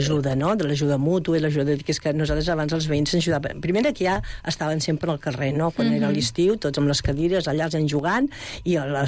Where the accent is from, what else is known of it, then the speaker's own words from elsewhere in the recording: Mollet del Vallès, Catalonia, Spain; jo soc de Mollet tota la vida, visc ara a la mateixa casa on vaig néixer.